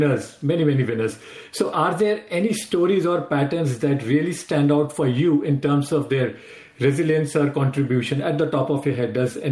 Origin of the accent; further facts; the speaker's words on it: Mumbai, Maharashtra, India; because I am from Mumbai and you just mentioned my hometown from back in the days.